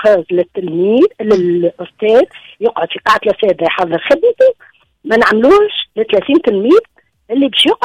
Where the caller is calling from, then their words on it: Tunis, Tunis Governorate, Tunisia; أنا من العاصمة من تونس